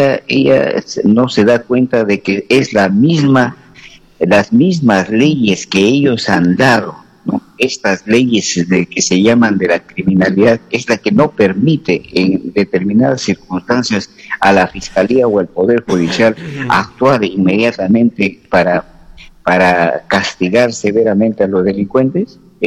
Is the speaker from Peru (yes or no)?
yes; Peru; lo que más nos conviene como peruanos